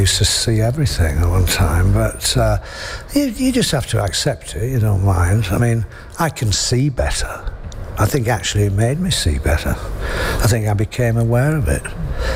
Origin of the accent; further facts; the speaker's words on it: England, United Kingdom; I'm English. I feel deeply English. I love it.